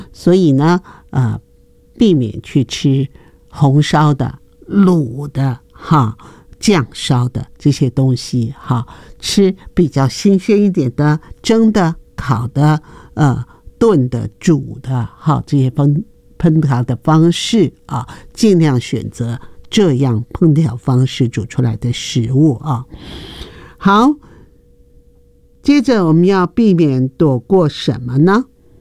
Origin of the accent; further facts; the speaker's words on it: Taiwan; 的确，我们台湾人爱吃泡面已经是世界闻名啊